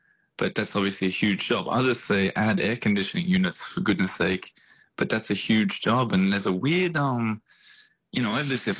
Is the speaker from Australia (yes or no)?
yes; Australia; as an Australian myself, I tell you, it's an awful lot worse than